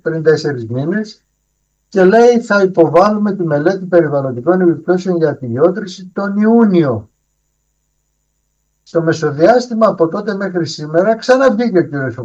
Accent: Greece; εμάς σαν Έλληνες φορολογούμενοι

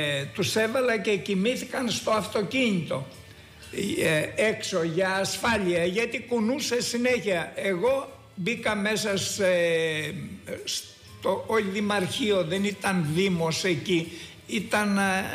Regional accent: West Greece, Greece; μου αρέσει η Ρόδος και θα ήθελα να περνάω εδώ μεγάλα χρονικά διαστήματα, αλλά εγώ είμαι από Ετωλοακαρνανία.

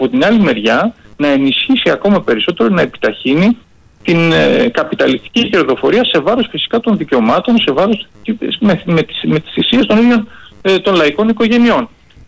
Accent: Thessaly, Greece; για παράδειγμα που είμαι και από τη Μαγνησία

